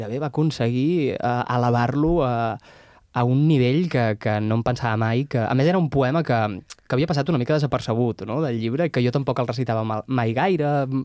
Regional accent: Navàs, Catalonia, Spain; also born or lived in Bristol; jo sóc de Navàs, vull dir que estem a pocs quilòmetres.

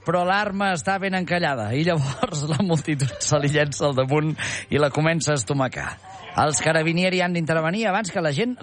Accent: Tona, Catalonia, Spain

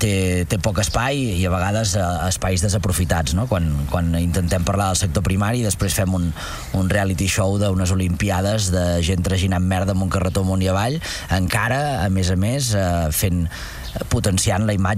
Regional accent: Catalonia, Spain; la meva xicota del sector primari, som catalans

